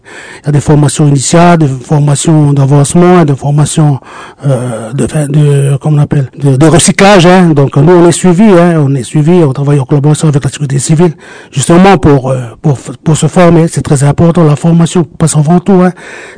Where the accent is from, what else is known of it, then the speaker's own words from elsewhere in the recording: Païta, South Province, New Caledonia; À la Grande Terre, on est souvent, je viens de Païta, après j'étais à Yaté.